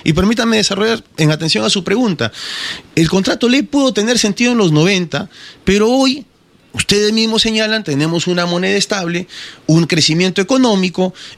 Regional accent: Lambayeque, Peru; yo vengo de Lambayeque, yo soy diputado electo por Lambayeque.

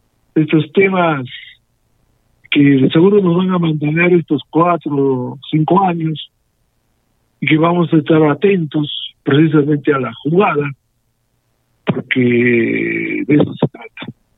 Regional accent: Arequipa, Peru

